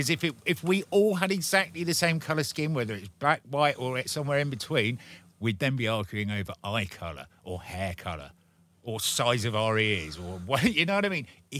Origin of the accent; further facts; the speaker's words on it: England, United Kingdom; I'm English as well. My dad's Irish. Oh, I have one great-grandparent from England. The rest are from Spain, Portugal, Latvia, Lithuania and Ireland. I'm not very English, but I am.